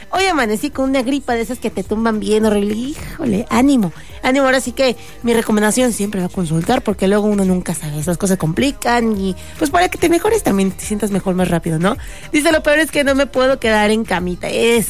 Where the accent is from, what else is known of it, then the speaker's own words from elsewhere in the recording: Saltillo, Coahuila, Mexico; vengo de Saltillo